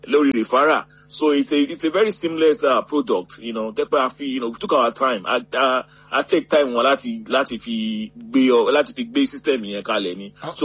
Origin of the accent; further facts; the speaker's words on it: Ibadan, Oyo, Nigeria; And I grew up in Ibadan.